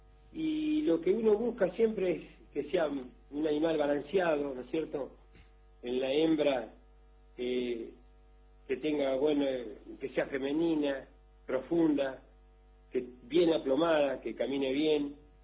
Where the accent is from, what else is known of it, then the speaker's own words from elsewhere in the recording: Benito Juárez, Buenos Aires Province, Argentina; also born or lived in Necochea; Mirá, yo nací en Necochea, ah, una familia trabajadora, y a los 8 años a mi padre lo trasladan a Juárez